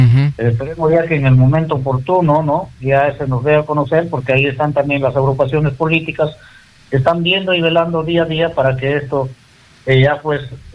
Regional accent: Peru; nos merecemos como buenos ciudadanos y como buenos peruanos que somos.

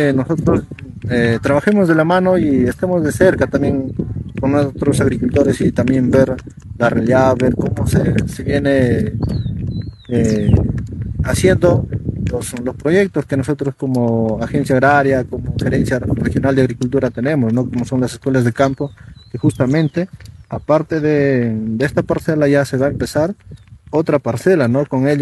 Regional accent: San Isidro, Peru; nosotros nos caracterizamos que somos del campo también, somos del campo, tenemos raíces del campo. Yo, mi tierra natal es San Isidro, mis papás agricultores, y siempre llevamos esas costumbres.

